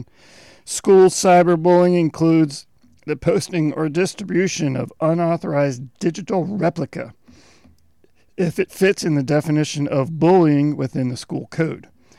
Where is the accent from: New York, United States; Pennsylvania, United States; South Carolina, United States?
Pennsylvania, United States; Philadelphia; moved away; I'm from Philadelphia.